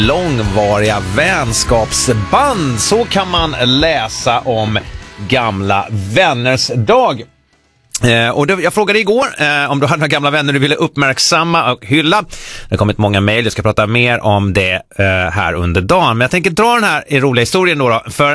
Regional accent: Nässjö, Jönköping County, Sweden; moved away; Nässjö då, där jag växte upp med mina föräldrar, alltså från Lingonstigen i Nässjö.

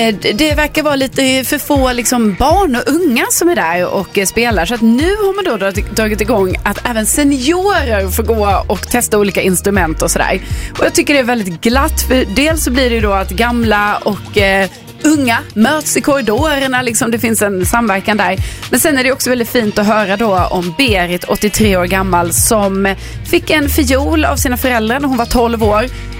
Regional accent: Lund, Skåne, Sweden; now in Vaxholm, Sweden; Det fanns när jag var liten i Lund och så också. Gick ju jag och spelade blockflöjt då, 20 minuter i veckan.

